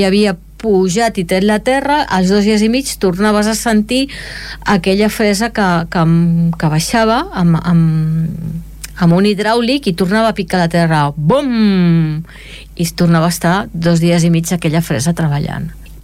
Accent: Esplugues de Llobregat, Catalonia, Spain; I encara se'n parla, perquè dic, soc d'Esplugues, i em diuen, del Caufec.

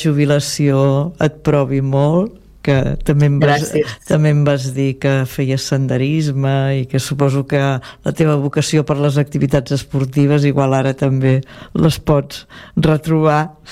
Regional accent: Barcelona, Catalonia, Spain; jo sóc de Sants

